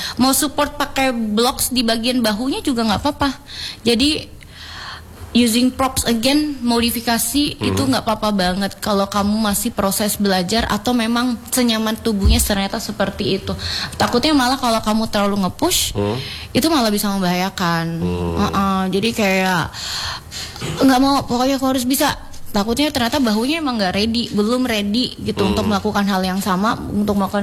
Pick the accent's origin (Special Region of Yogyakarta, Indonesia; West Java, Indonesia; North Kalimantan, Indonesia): North Kalimantan, Indonesia; Tanjung; karena aku kan dari Tanjung nih, biasa main ke Tarakan, jadi biasa ikut pernah ikut kelas di Tarakan sebelum aku jadi teacher.